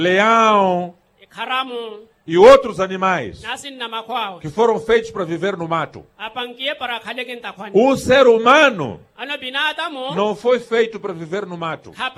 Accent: Mozambique; Dói para todos nós como moçambicanos. Porque somos um único país, um único povo, unido do Rovuma ao Maputo.

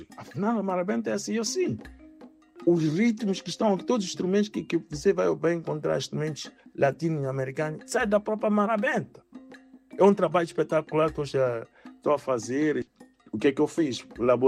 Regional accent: Mozambique; now in Germany; Estamos aqui na Alemanha. A Alemanha é um Estado federado e nós não temos nenhum projeto nenhum, como moçambicanos aqui na Alemanha.

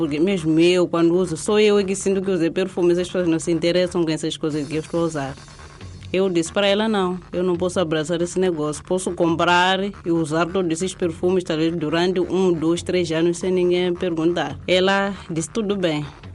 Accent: Manjacaze, Gaza, Mozambique; Sou natural de Manjacaze

